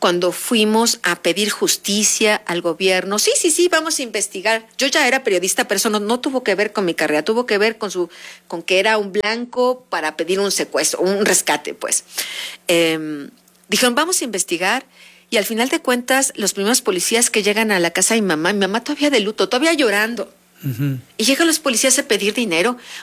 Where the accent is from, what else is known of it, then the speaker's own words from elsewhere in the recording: Mexico; nosotros como mexicanos las mirábamos porque son las madres buscadoras.